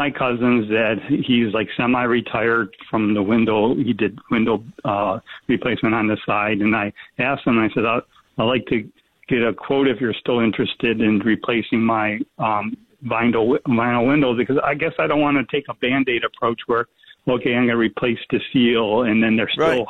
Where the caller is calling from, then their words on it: Avon, Ohio, United States; I live in Avon, Ohio.